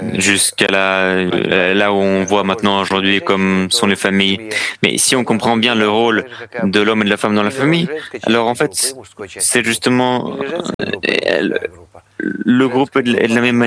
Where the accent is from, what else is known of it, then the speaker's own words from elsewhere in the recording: Israel; Les personnes qui viennent chez nous en Israël, ils mettent la kippa.